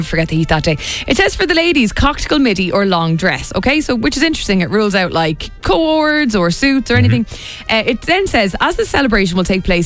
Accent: Ireland; us as Irish people

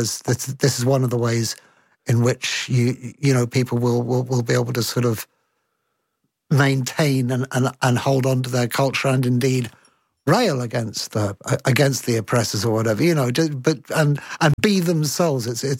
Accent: England, United Kingdom; I don't know that, as an Englishman who's not lived in Ireland, that I'm really the best placed person to answer that.

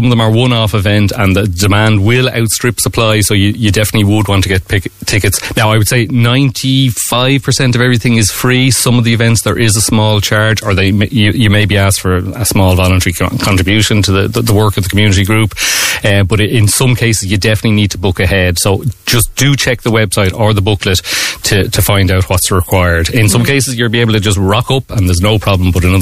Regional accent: Ireland; Irish people, we love to have a nosy around other people's houses

